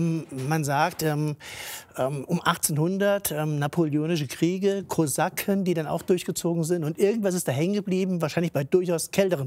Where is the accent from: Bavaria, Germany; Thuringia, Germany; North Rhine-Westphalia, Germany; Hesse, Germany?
Hesse, Germany; Lauterbach; Tja, wir tragen heute die Lauterbacher Sonntagstracht. Also wir kommen aus Lauterbach und tragen natürlich unsere Tracht.